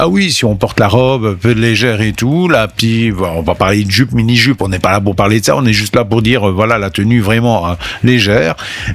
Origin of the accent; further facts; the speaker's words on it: Belgium; Parce que, encore une fois, chez nous en Belgique, ben, c'est tout ou rien, on passe de 14 à 35 degrés, ça fait 20 degrés de plus.